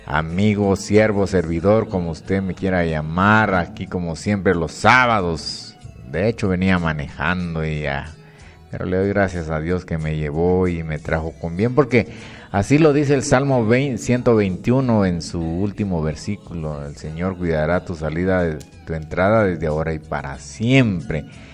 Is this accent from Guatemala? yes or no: yes; San Pedro Necta, Huehuetenango, Guatemala; moved away; ayer estuve ya por las tierras de San Pedro Neta, mi pueblo